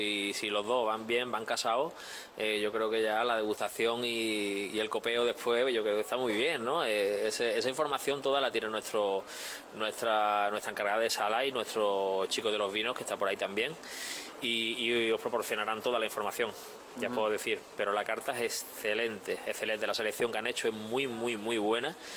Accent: Málaga, Andalusia, Spain; en Málaga, yo soy malagueño, pues allí en calle Bailén tenía a mi abuela a la casa

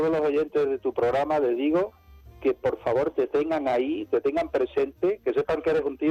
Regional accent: Córdoba, Andalusia, Spain; Yo crecí en Ciudad Jardín, en Córdoba, que era mi barrio

